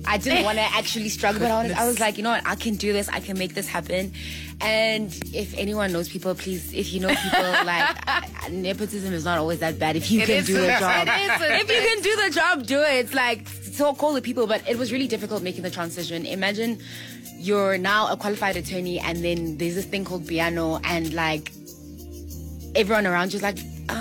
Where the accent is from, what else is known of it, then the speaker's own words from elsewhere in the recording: Mthatha, Eastern Cape, South Africa; I'm originally from Mthatha.